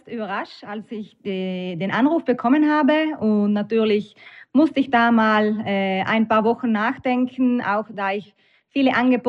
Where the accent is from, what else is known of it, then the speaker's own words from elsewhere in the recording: Antholz, Trentino-Alto Adige, Italy; accent: South Tyrolean dialect; first language South Tyrolean dialect; Wir sind ja zu Hause aufgewachsen mit dem Südtiroler Dialekt. In der Schule hatten wir dann Hochdeutsch.